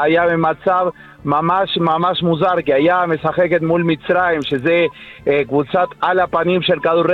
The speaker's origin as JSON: {"language": "Hebrew", "country": "Argentina", "accent": "Argentine", "lives_now": "Jerusalem, Israel", "said": "מארגנטינה"}